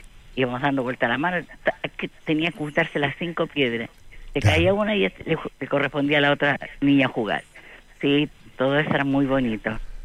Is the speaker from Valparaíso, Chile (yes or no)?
yes; Valparaíso, Chile; yo soy de Valparaíso, así que el Cerro Barón, escuela número 41, República del Brasil.